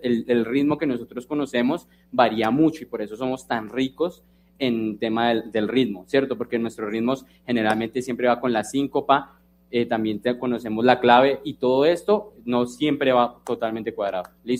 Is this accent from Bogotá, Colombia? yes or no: yes; Bogotá, Colombia; la verdad.